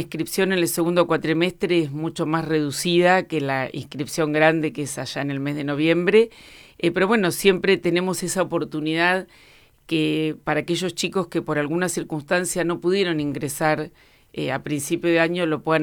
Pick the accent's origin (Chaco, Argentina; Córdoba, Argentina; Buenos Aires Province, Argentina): Buenos Aires Province, Argentina; Bahía Blanca; yo nací en Bahía Blanca, estudié en Bahía Blanca, me casé en Bahía Blanca.